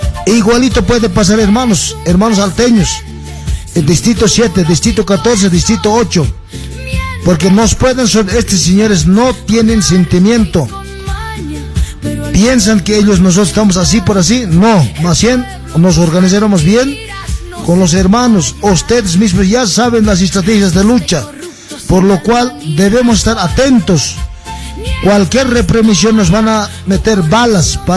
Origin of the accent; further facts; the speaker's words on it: Camacho Province, La Paz, Bolivia; saludar a los hermanos de provincia Camacho, yo de donde vengo